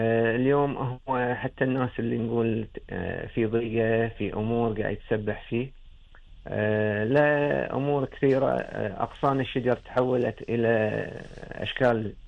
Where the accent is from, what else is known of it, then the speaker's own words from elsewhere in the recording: Kuwait; عندنا في الكويت